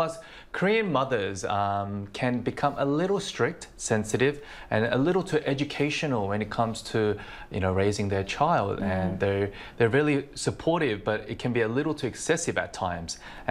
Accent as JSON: {"language": "English", "country": "Australia", "tie": "born or raised there", "moved": "yes", "said": "growing up in Australia"}